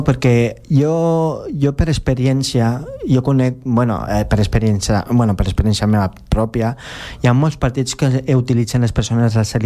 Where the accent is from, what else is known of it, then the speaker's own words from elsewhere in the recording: Philippines; Catalan is a second language; jo no sóc xino, jo sóc filipí, jo no sóc tailandès